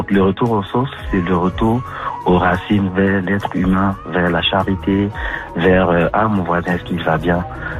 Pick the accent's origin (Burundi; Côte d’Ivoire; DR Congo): Côte d’Ivoire; moved away; also born or lived in Senegal / France / Quebec, Canada; Je viens de la Côte d'Ivoire, j'ai quitté la Côte d'Ivoire, j'étais au Sénégal, du Sénégal j'étais en France, de la France j'étais au Québec, du Québec j'ai parcouru tout le monde entier.